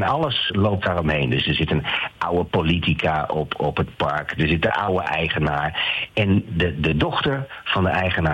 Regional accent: Groningen, Netherlands; moved away; bij ons in Groningen, ik kom uit Groningen oorspronkelijk.

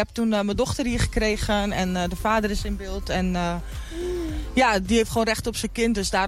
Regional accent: Groningen, Netherlands; born there; now in Enschede, Netherlands; Ik kom zelf uit Enschede, maar ik ben geboren in Groningen

